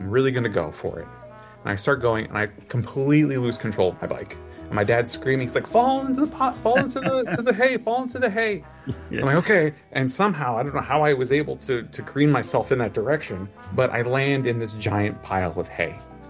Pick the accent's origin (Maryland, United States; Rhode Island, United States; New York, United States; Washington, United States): New York, United States; Buffalo; So my dad, we grew up in Buffalo.